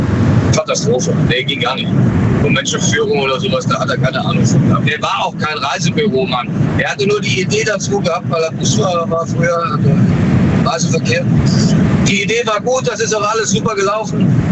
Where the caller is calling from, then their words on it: Germany; Ich bin aus Feldenz.